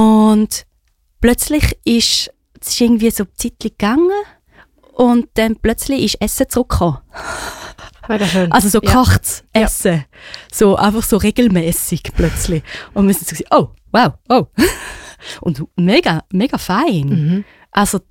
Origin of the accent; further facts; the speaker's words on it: Switzerland; ich bin in der Schweiz geboren, Schweizer Pass, Schweizer Ausbildung und alles da genossen